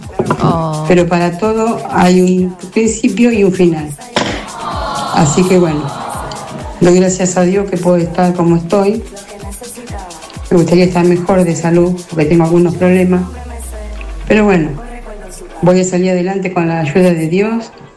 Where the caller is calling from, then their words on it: Junín, Buenos Aires Province, Argentina; de Junín.